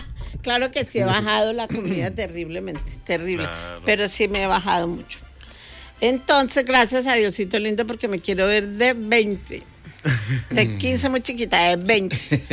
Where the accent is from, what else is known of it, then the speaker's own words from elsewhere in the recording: Colombia; Como saben que soy colombiana